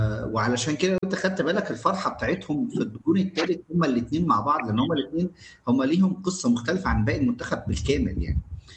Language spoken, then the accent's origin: Arabic; Egypt; انا شخصيا كمصري